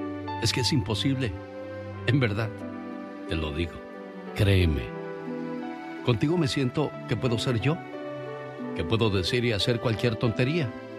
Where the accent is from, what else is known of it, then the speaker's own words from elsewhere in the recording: Mexico; nosotros como buenos mexicanos vamos a aguantar a base de nuestro trabajo y esfuerzo.